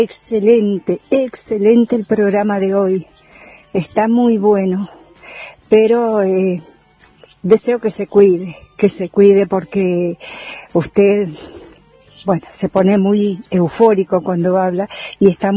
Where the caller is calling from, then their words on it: Rama Caída, Mendoza, Argentina; soy de Rama Caída